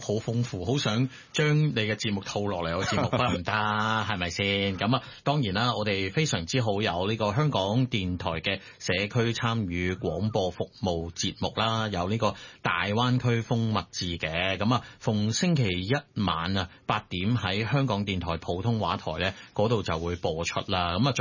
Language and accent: Cantonese; Guangdong, China; 我哋廣東人食粵菜